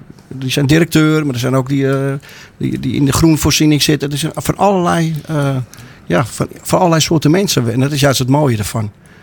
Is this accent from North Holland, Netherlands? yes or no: yes; Amsterdam, North Holland, Netherlands; Ik kwam uit Amsterdam, ik ging verhuizen daar naartoe.